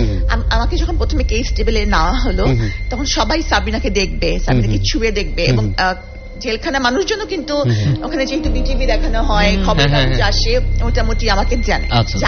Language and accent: Bangla; Dinajpur, Rangpur Division, Bangladesh; আমি উত্তরবঙ্গের মেয়ে।